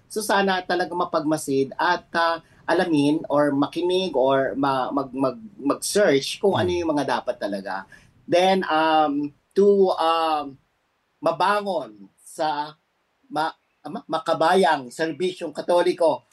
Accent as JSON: {"language": "Tagalog", "town": "Lemery", "region": "Calabarzon", "country": "Philippines", "said": "Taga Lemery, Batangas po."}